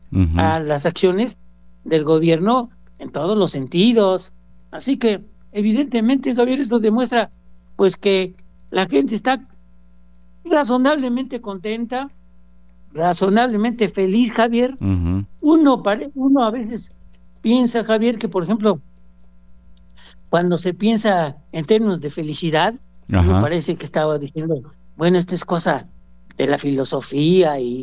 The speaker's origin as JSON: {"language": "Spanish", "country": "Mexico", "said": "también como mexicano"}